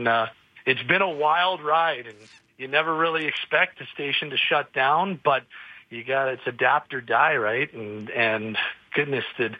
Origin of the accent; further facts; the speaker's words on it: Calgary, Alberta, Canada; I'm born and raised in Calgary.